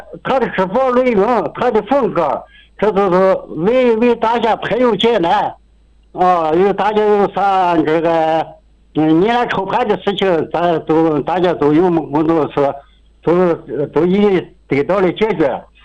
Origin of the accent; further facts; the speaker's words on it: Gansu, China; 首先我不自报家门，我是来自甘肃省青阳市活水县何家盘镇这样一个地地道道的农民。